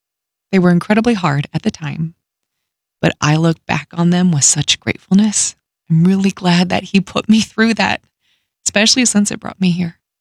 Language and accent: English; Wichita, Kansas, United States; moved away as an adult; I was working at a radio station in my hometown of Wichita, Kansas